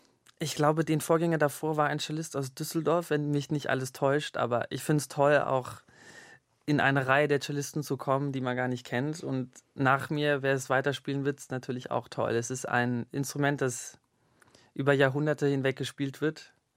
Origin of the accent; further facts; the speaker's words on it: Singapore; Genau, ich bin in Singapur aufgewachsen, habe da auch 6 Jahre gelebt und die Zeit in der Grundschule, die Grundschule war im Dschungel eigentlich gelegen.